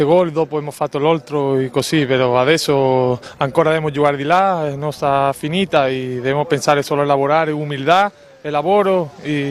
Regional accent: Spain; Italian is a second language; moved away as an adult; now in Taranto, Italy; sono di Spagna, sono qua

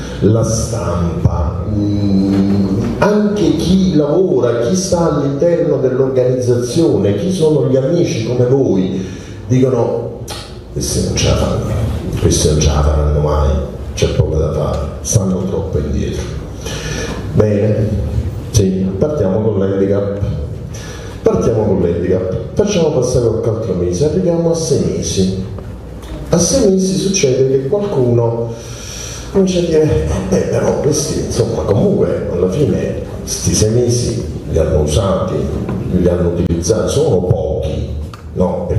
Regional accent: Trentino-Alto Adige, Italy; moved away; io non sono di Taranto, io vengo dal Trentino Alto Adige, come si comprende dal mio accento, e da lì sono sceso in Italia

